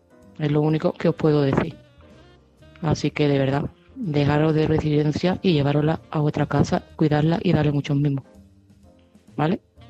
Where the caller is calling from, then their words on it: Seville, Andalusia, Spain; de Sevilla